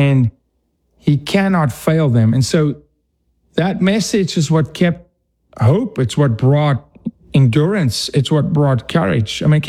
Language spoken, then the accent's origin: English; Johannesburg, Gauteng, South Africa; I'm from the East, what's called the East Rand. So think of the Bronx, because I'm from Johannesburg.